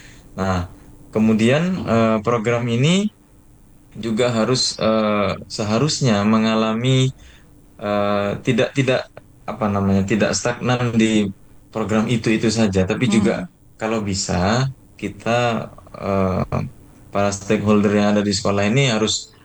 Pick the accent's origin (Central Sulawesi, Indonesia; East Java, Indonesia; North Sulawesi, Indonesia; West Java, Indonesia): East Java, Indonesia; Jember; born or raised there